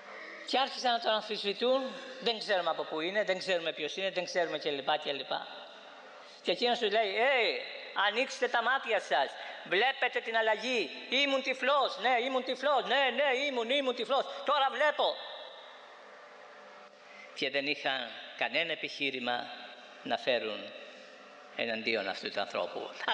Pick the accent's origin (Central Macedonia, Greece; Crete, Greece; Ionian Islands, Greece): Ionian Islands, Greece; Corfu; στο νησί μου στην Κέρκυρα.